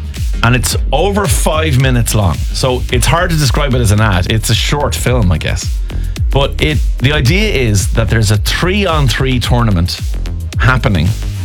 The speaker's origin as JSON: {"language": "English", "country": "Ireland", "said": "It was a 4-0 humiliation, but it was amazing as an Irish fan to be there."}